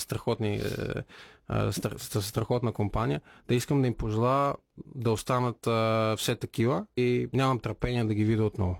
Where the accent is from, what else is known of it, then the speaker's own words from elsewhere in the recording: Vidin, Vidin Province, Bulgaria; moved away; Моят корен. Там, откъдето съм тръгнал, за мен България и Видин и Балей са една много предопределяща част от характера ми.